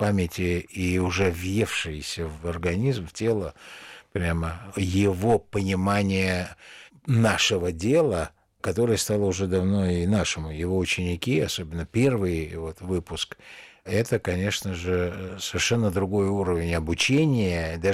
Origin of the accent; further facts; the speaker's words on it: Baku, Azerbaijan; accent: Baku accent; moved away as an adult; now in Moscow, Russia; я ведь из Баку приехал.